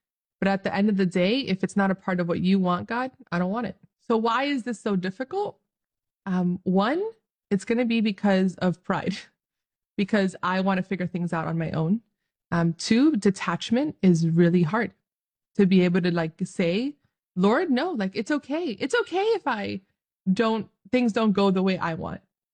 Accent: Dominican Republic; for those of you who do not know, I'm Dominican from the Dominican Republic. But I'm also Arabic.

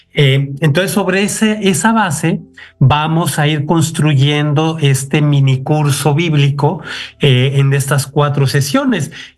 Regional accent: Aguascalientes, Mexico; Mira, yo soy de Aguascalientes, México, y empecé en el seminario hace 40 años.

